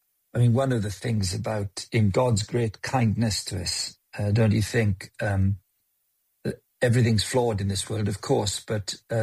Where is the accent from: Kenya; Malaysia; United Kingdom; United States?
United Kingdom; Wales; I'm a Welshman. I mean, Wales aren't getting to the World Cup final.